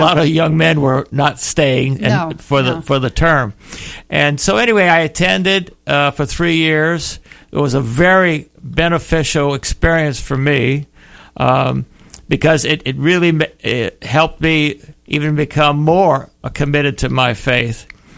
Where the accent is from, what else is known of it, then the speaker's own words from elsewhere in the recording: Louisiana, United States; born there; now in Florida, United States; I'm born in South Louisiana, in the bayous of South Louisiana.